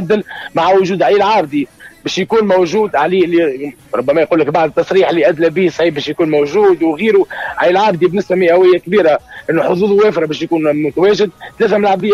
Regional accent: Tunisia; احنا تونسي

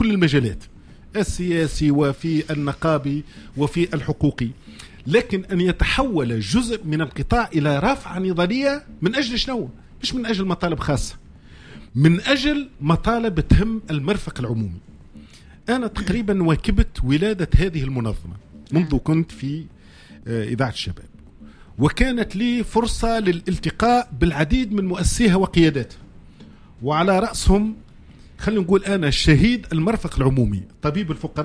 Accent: Tunisia

